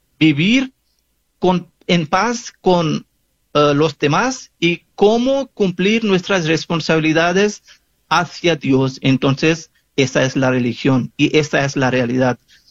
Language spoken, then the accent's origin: Spanish; Pakistan; now in United States; yo soy de Pakistán y vivo en Estados Unidos. Entonces, para mí, la ley para vivir en este mundo es la ley de Estados Unidos, no de Pakistán.